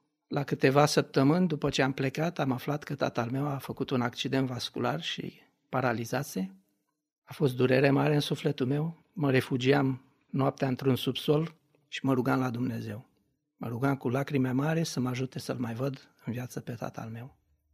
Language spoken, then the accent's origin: Romanian; Romania; moved away as an adult; also born or lived in Israel; am plecat cu pământ din România în Israel